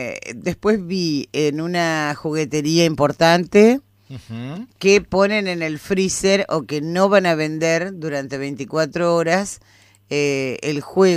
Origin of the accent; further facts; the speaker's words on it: Argentina; los argentinos somos argentinos y no nos parecemos a nadie